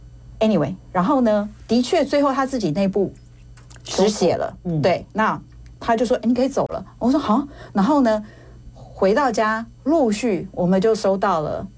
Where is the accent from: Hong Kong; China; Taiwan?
Taiwan; moved away as an adult; now in Phoenix, United States; 我应该要把我新移民受过的苦，我希望未来我的台湾同胞过来不要受这样的苦。